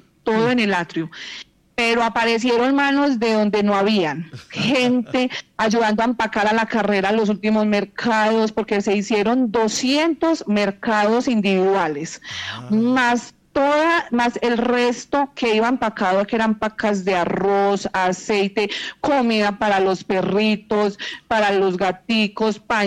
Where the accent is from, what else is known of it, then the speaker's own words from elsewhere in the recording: Caicedo, Antioquia, Colombia; Los caicedeños salimos con una y mil cosas